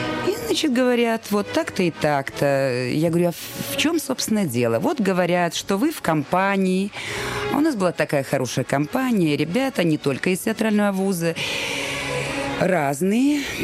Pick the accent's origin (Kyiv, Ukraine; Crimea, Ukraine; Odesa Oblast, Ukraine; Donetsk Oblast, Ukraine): Kyiv, Ukraine; Мой первый муж, он был москвич, а я киевлянка. Я училась в Киевском театральном институте имени Карпенко-Карова.